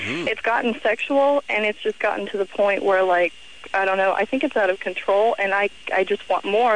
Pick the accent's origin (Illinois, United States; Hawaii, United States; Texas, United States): Texas, United States; I grew up in Texas.